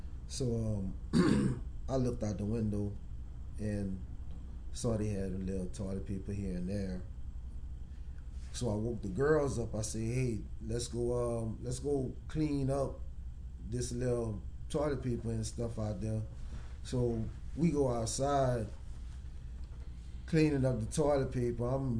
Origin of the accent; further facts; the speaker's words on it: New Iberia, Louisiana, United States; I'm originally from New Iberia, but a lot of people know me all over this region. I have a very, very big family on both sides.